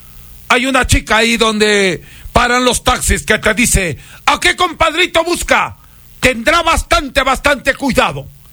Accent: Huancabamba, Piura, Peru; now in Salcedo, Ecuador; Y yo le curo desde mi tierra, Huancabamba, Perú, tierra de grandes curanderos, donde yo aprendí este trabajo. Yo no estoy de paso. Yo tengo una casa de familia. Yo ya resido en Salcedo.

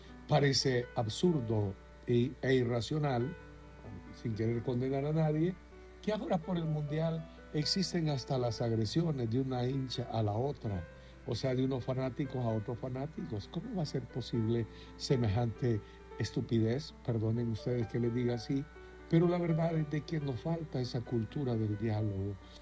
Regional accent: El Salvador; Qué lindo será el día en que como salvadoreños

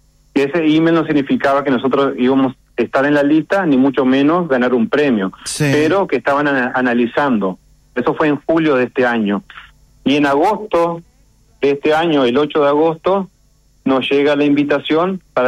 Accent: Uruguay; now in Utah, United States; yo siempre digo, soy uruguayo, soy latino, me siento orgulloso de haber traído este reconocimiento a Utah

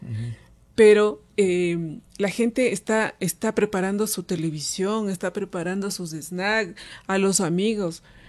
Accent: Ecuador

